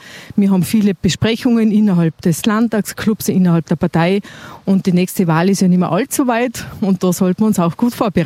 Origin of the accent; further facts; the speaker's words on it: Tyrol, Austria; moved away as an adult; now in Kufstein, Austria; Ich bin eine gebürtige Osttirolerin. Mhm. Wie so viele Osttiroler bin ich nach der Matura natürlich nach Nordtirol gekommen und dann auch geblieben. Ich habe meine Wurzeln stammen aus einer Großfamilie in Osttirol. Ich habe 7 Geschwister. Ich bin die Jüngste von allen.